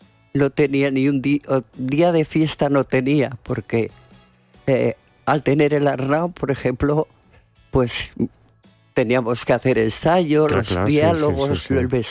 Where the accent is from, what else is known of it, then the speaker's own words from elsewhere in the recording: Aragon, Spain; siendo la maña de siempre